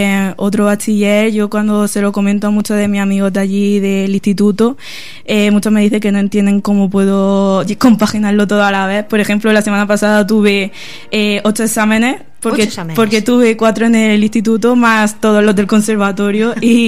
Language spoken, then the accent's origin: Spanish; Mula, Region of Murcia, Spain; soy de Mula y estoy en segundo bachiller.